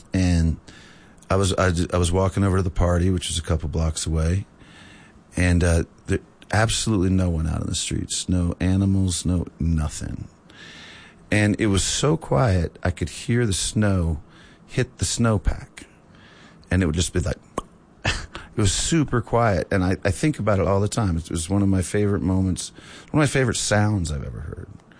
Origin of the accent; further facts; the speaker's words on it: New Orleans, Louisiana, United States; we're from New Orleans.